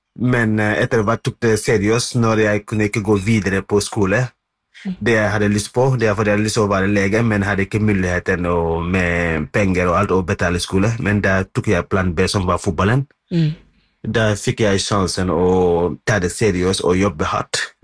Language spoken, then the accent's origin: Swedish; Senegal; now in Norway; Jeg, og så, som sagt, jeg bodde her I Norge I mange år. Men jag kommer från Senegal. Det må jag inte glömma.